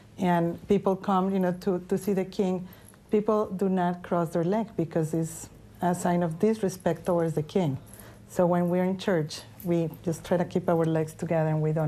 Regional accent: Mexico City, Mexico; I grew up in Mexico City and grew up in a family that manners were very important in my family.

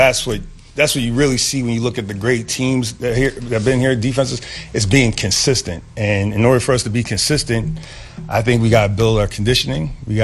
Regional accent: Waterbury, Connecticut, United States; Here I'm a kid from Waterbury, Connecticut, wasn't a good football player, got lucky, became a coach, have a knack for being able to coach this game.

